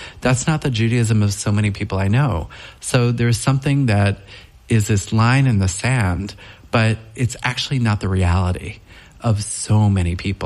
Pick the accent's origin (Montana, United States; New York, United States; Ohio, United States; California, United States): New York, United States; Brooklyn; I say that I'm from deep coastal Brooklyn. and my family made chocolate syrup.